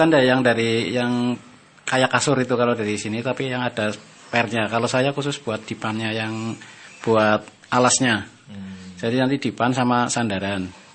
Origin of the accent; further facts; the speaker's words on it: Jeleleng, Central Java, Indonesia; saya dari Jeleleng Wirasana.